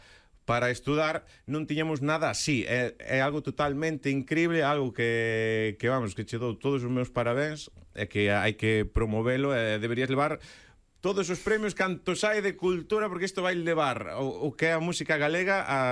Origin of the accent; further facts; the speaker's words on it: Galicia, Spain; aquí somos galegos, somos de Galicia